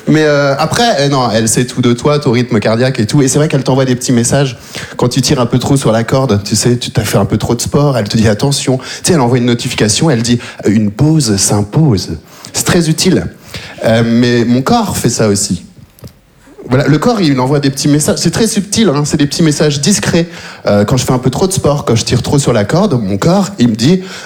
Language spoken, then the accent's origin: French; Belgium; Je viens de Belgique, je suis arrivé en Belgique quand j'avais 3 ans, j'ai vécu toute ma vie là-bas.